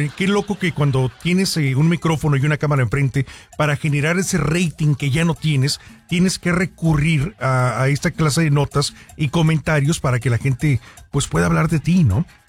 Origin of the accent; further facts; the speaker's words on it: Mexico; Los envidiamos, como mexicanos envidiamos a los argentinos.